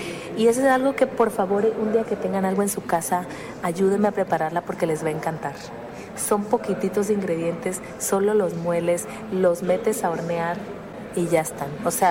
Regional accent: Tabasco, Mexico; born there; moved away; cualquiera que sea tu raíz, la mía es en ese pueblo de Tabasco

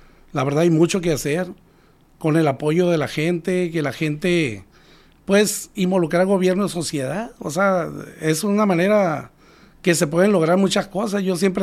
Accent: Navolato, Sinaloa, Mexico; yo soy de Navolato, soy residente, mi residencia efectiva en Navolato

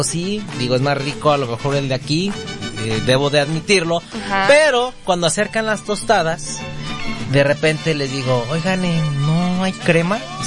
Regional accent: Mexico City, Mexico; now in Jalisco, Mexico; hay algunas personas que saben que soy de la Ciudad de México. Cuando yo llego aquí a Jalisco

